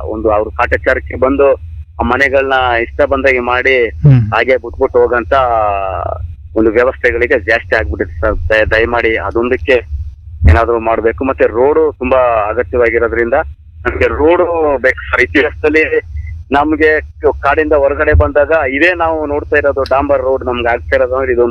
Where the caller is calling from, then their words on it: Kebbepura, Karnataka, India; ಕೆಬ್ಬೆಪುರ ಆಡಿ ಸರ್, ನಿಮ್ಮಟ್ಟಿರೆ ಪಂಚಾಯತಿ.